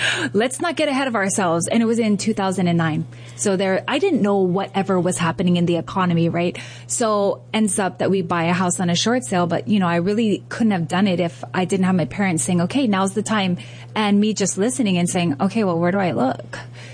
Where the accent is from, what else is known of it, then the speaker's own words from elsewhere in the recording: Hawaii, United States; And I want to say for me as a Hawaiian, it's so important that I preach this message to other Hawaiians